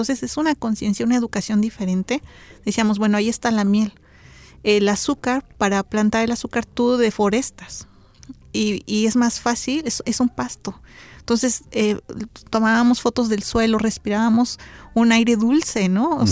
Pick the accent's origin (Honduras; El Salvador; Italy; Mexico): Mexico